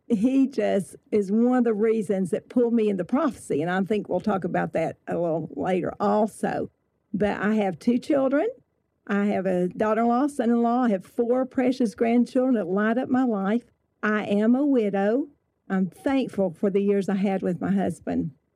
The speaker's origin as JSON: {"language": "English", "town": "Tri-Cities", "region": "Tennessee", "country": "United States", "said": "Well, I'm from Tennessee, Tri-Cities, Tennessee, as a matter of fact. And I was raised in a Christian home."}